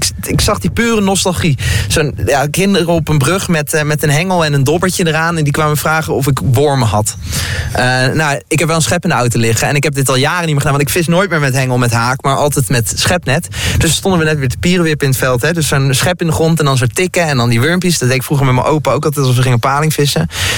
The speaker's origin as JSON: {"language": "Dutch", "region": "North Brabant", "country": "Netherlands", "said": "Ja, en ik kom uit Brabant, hè."}